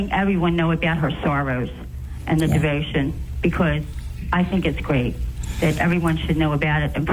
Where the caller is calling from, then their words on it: Philadelphia, Pennsylvania, United States; Hi, Mother. I'm from Philadelphia.